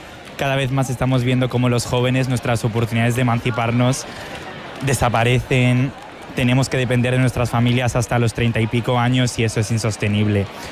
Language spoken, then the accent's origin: Spanish; Paris, Île-de-France, France; Spanish is a second language; now in Madrid, Spain; Yo soy de París, he venido a estudiar aquí. Y soy de origen asturiano, así que yo tengo una casa en Asturias, la de mis padres, pero yo aquí en Madrid no tengo.